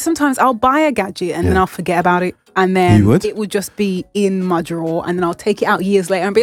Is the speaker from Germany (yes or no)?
no; Birmingham, West Midlands, United Kingdom; I am from Birmingham. I'm just not a man from Birmingham.